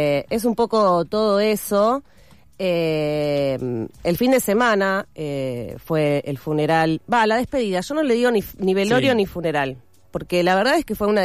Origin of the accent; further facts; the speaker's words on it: Argentina; nosotros somos argentinos